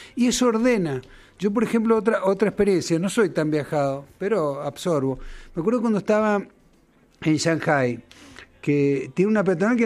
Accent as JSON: {"language": "Spanish", "country": "Argentina", "said": "Y lo mirás como argentino."}